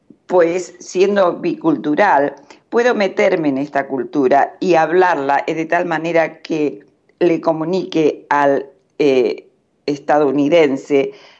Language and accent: Spanish; Buenos Aires, Argentina; now in United States; Yo soy básicamente una porteña, porque siento como porteña, estoy identificada como porteña, llego a Buenos Aires y me meto en la cultura en un segundo.